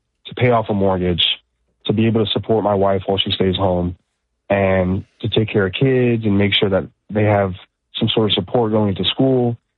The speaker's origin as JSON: {"language": "English", "town": "San Diego", "region": "California", "country": "United States", "said": "I'm from San Diego, California. I'm 24 years old"}